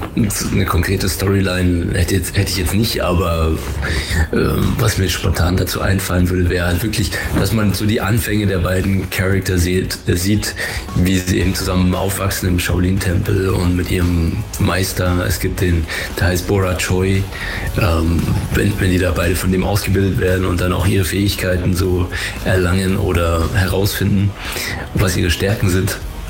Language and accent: German; Nuremberg, Bavaria, Germany; Ich grüße alle Nürnberger. Ich bin stolzer Nürnberger